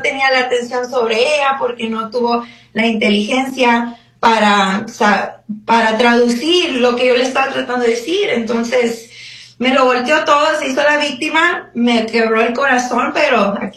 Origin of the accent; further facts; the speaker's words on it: Nogales, Arizona, United States; now in Phoenix, United States; Yo soy de Nogales, pero vivo en Phoenix.